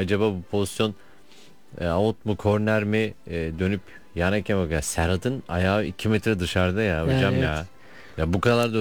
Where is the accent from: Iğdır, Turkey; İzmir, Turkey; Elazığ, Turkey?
Iğdır, Turkey; Bu arada memleketim Iğdır'da 15 puana ulaştı.